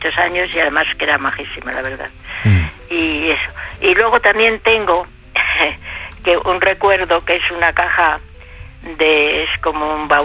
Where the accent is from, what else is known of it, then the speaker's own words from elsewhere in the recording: Valladolid, Castile and León, Spain; Yo soy de Valladolid.